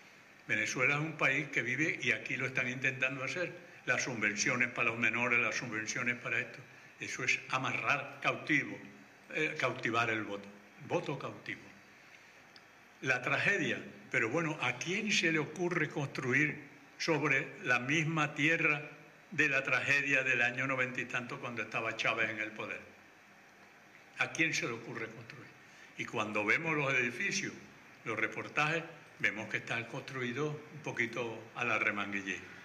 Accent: Spain; yo le contesté que, bueno, familia prácticamente no tengo, y mi tierra no, mi tierra es España.

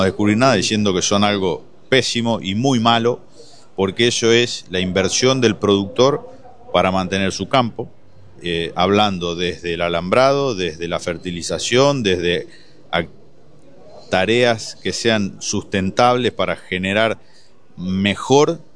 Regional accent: Santa Fe, Argentina; Corrientes y Santa Fe, yo soy de Santa Fe

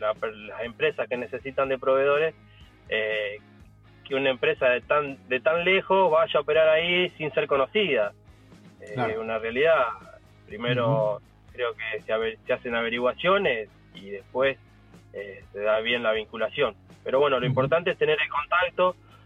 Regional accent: María Teresa, Santa Fe, Argentina; Nosotros somos del sur de Santa Fe, de un pueblo que se llama María Teresa, y operamos en la zona esta.

